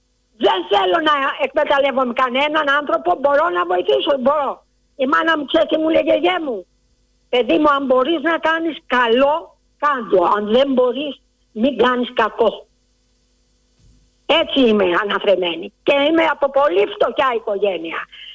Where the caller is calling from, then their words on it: Nikaia, Attica, Greece; από Νίκαια.